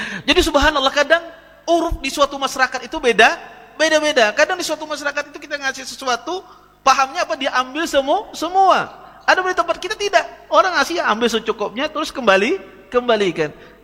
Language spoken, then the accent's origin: Indonesian; Indonesia; also born or lived in Medina; saya pada saat itu namanya orang Indonesia ini masih belum terbiasa makanan Arab.